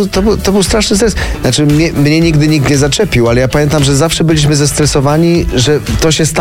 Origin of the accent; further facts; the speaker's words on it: Kraków, Lesser Poland, Poland; No tak było, wiesz, jestem z Krakowa, więc... Tam się raczej trzeba było określić.